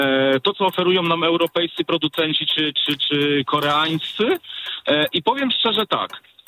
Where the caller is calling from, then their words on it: Przasnysz, Masovian Voivodeship, Poland; Przasnysz.